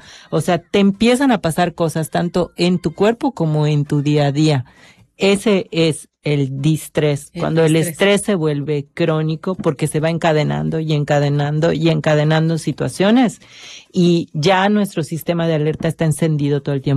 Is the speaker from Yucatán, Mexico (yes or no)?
yes; Yucatán, Mexico; Y como buenos yucatecos, todo lo dejamos en último momento